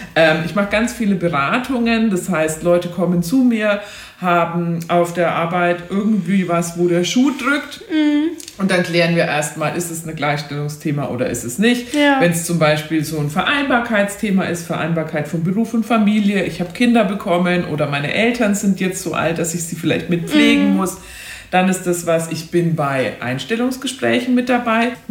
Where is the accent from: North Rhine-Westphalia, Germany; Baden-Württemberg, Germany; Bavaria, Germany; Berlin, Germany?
Bavaria, Germany; born there; moved away; Ich komme nicht aus Aschaffenburg selber, das hört man manchmal noch am R ein bisschen. Ich bin in Nürnberg oder in der Nähe von Nürnberg geboren und bin jetzt aber seit 2020 schon in der Gleichstellungsstelle der Stadt Aschaffenburg